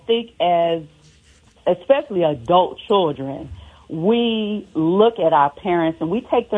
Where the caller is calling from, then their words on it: St. Louis, Missouri, United States; I'm calling from St. Louis, Missouri.